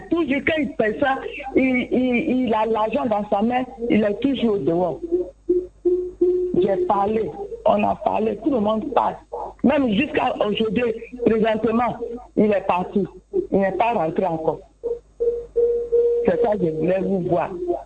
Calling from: Abidjan, Côte d’Ivoire; Je suis à Chouba, le Pougon.

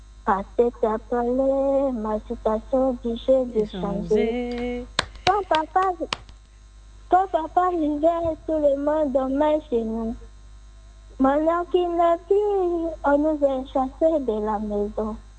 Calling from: Abidjan, Côte d’Ivoire; Abobo-Doumé, Jérusalem.

